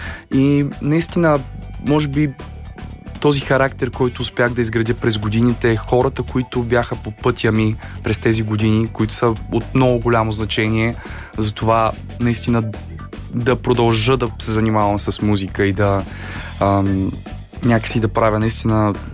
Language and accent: Bulgarian; Burgas, Burgas Province, Bulgaria; най-вече песните на … защото аз съм от Бургас.